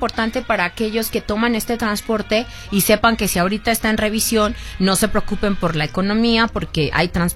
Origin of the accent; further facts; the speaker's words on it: Mexico; así somos los mexicanos.